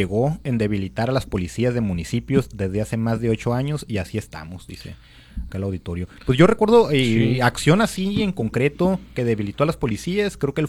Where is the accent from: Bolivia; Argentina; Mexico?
Mexico; Sinaloa; yo soy de Sinaloa, mi familia es de Los Mochis, y te puedo decir que en las zonas rurales de allá